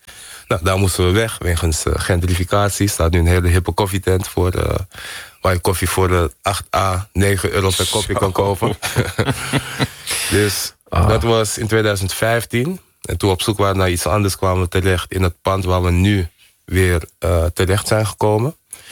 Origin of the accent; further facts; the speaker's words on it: Amsterdam, North Holland, Netherlands; ik ben hier geboren en getogen in Amsterdam, in Nederland. Maar ik woonde wel in een hele Surinaamse omgeving.